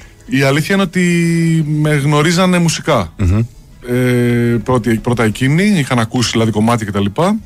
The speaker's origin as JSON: {"language": "Greek", "town": "Vyronas", "region": "Attica", "country": "Greece", "said": "στα μέρη μας, στο Βύρωνα."}